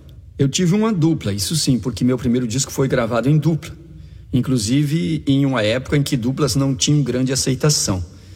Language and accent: Portuguese; São Gabriel, Rio Grande do Sul, Brazil; Sou natural de São Gabriel e tenho atualmente 69 anos.